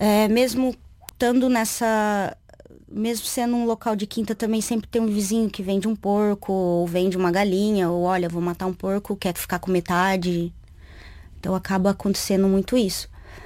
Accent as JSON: {"language": "Portuguese", "region": "Paraná", "country": "Brazil", "tie": "born or raised there"}